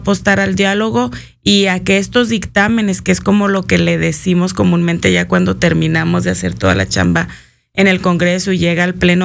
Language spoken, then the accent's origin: Spanish; Chihuahua, Mexico